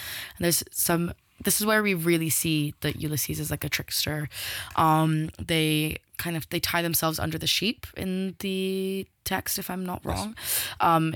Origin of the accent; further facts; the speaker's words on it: Milazzo, Sicily, Italy; moved away; I'm from Milazzo in Sicily